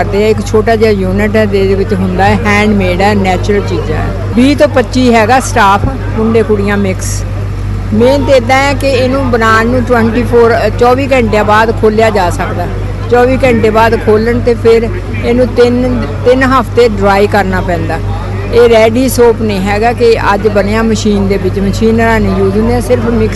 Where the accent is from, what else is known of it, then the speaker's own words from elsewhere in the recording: Nawanshahr, Punjab, India; ਸਤਿ ਸ਼੍ਰੀ ਅਕਾਲ ਜੀ … ਮੈਂ ਪਿੰਡ ਬੀਕਾ ਨਵਾਂਸ਼ਹਿਰ ਤੋਂ ਹਾਂ